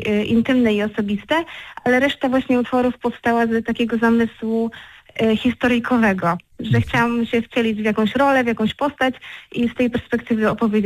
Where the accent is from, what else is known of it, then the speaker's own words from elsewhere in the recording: Brusy, Pomeranian Voivodeship, Poland; w moich rodzinnych stronach, w Brusach